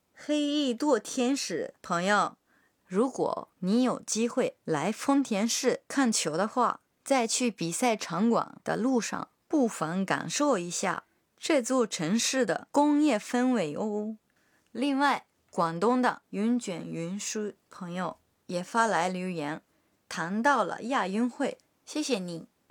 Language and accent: Chinese; Japan; Chinese is a second language; 我作为一个日本人会感到特别开心的